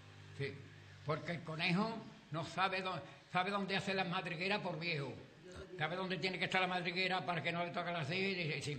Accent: Andalusia, Spain; yo me siento muy andaluz, muy, muy, y muy orgulloso de ser andaluz.

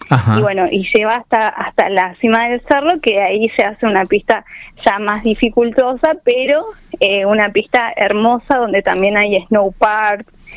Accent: Río Turbio, Santa Cruz, Argentina; un orgullo para mí representar también mi pueblito, mi pueblo, mi ciudad

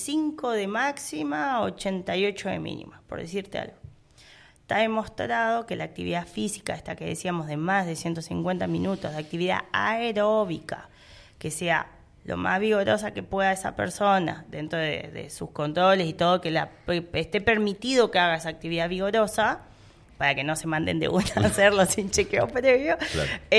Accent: Formosa, Argentina; Yo soy de Formosa

